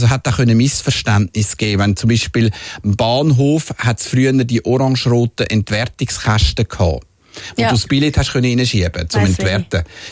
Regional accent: Zurich, Switzerland; also born or lived in Winterthur; oder wo wir von Winterthur auf Zürich gezügelt sind und es im Quartier nicht mehr normal war, weil ich bin ja zuerst in Winterthur aufgewachsen, bei den ersten 7 Jahren.

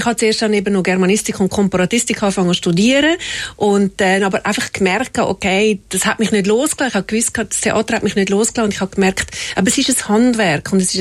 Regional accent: Horgen, Zurich, Switzerland; Ich bin in Horgen aufgewachsen.

